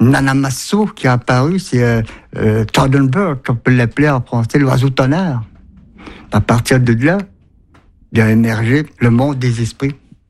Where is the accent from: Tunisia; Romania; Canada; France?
Canada; Pessamit, Quebec; Je suis natif de Pessamit.